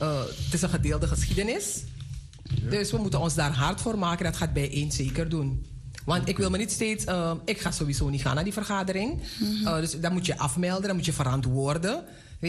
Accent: Netherlands; We hebben een Nederlands paspoort, we zijn Nederlanders, we wonen en werken hier, we betalen belasting.

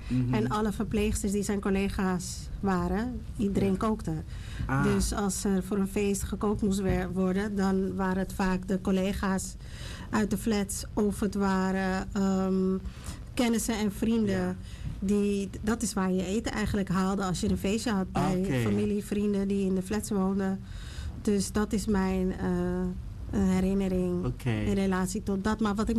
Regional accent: Amsterdam, North Holland, Netherlands; Dus ik moet zeggen, ik ben opgegroeid in Zuidoost, Gein, Holendrecht, Ragensbos

